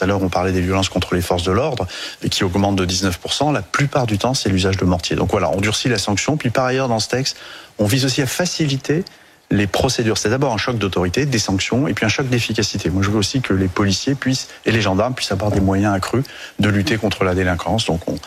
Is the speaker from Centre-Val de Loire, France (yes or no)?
yes; Centre-Val de Loire, France; je suis originaire du département du Cher.